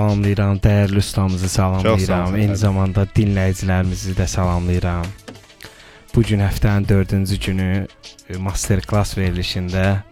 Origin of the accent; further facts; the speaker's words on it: Tovuz, Tovuz District, Azerbaijan; Mən də Tovuzluyam